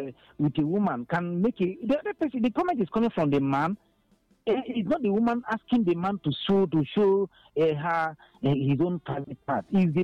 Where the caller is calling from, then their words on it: Enugu, Enugu State, Nigeria; I'm calling from Enugu.